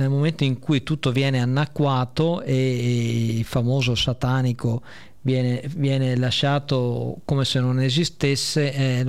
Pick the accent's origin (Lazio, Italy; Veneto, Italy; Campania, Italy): Veneto, Italy; io sono della provincia di Rovigo